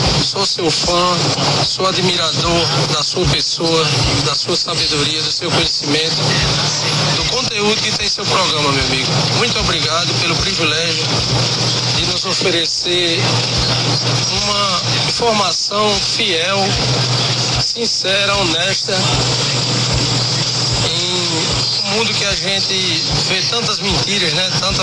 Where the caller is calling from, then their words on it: Pilões, Rio Grande do Norte, Brazil; Pilões, onde eu moro